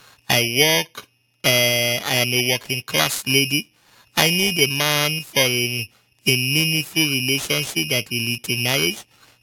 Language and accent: English; Akwa Ibom, Nigeria; from Akwa Ibom State, based here in Greater River State.